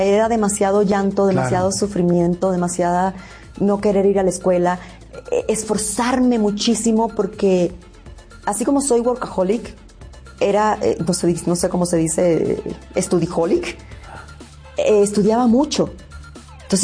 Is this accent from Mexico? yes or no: no; Cuba; accent: Cuban; Mira, si yo no decía que yo era cubana, a mí la gente, nadie iba a saber que yo soy cubana